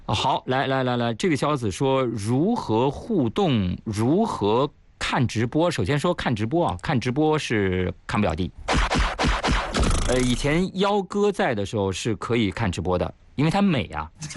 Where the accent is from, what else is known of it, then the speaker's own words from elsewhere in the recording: Shanxi, China; 我呢对我的家乡是山西，但是呢我去的次数并不多，我只能讲我去过的地方啊。